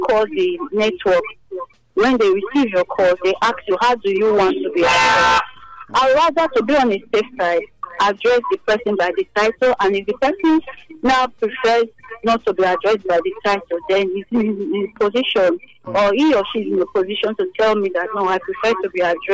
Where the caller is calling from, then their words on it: Nigeria; I'm calling from Benin, New Benin.